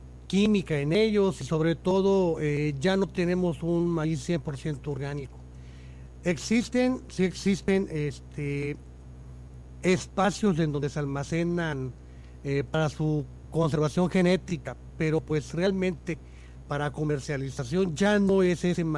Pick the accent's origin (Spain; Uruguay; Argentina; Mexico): Mexico